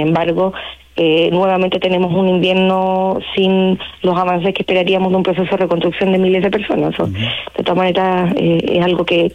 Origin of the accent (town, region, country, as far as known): Chile